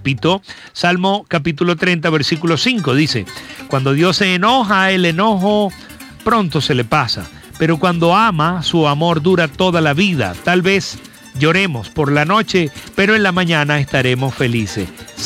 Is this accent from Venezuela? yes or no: yes; San Carlos, Cojedes, Venezuela; el de Barrio Nuevo, el de San Carlos, el de Cojedes